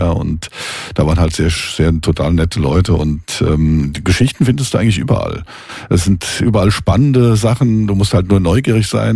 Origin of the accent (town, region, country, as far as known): Mainz, Rhineland-Palatinate, Germany; born or raised there; now in Bodenheim, Germany